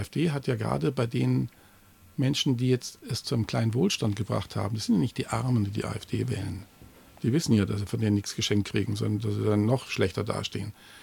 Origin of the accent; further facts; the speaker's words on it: Bavaria, Germany; ich komme aus Bayern, da gab es wirklich üblen Wirtshausschlägereien mit zerbrochenen Mastkrügen.